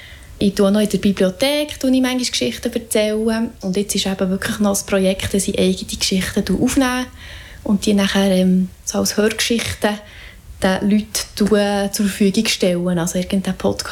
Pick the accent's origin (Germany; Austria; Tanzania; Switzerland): Switzerland; Bern; mich als Berner Mädchen mit Mundart Musik sehr mit dem identifizieren kann.